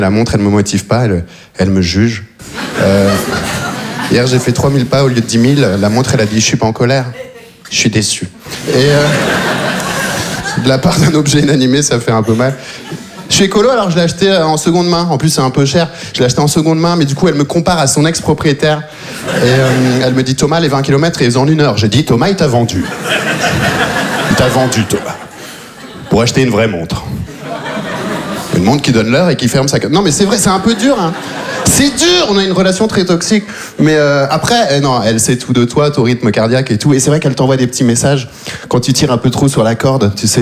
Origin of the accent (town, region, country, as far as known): Belgium; born or raised there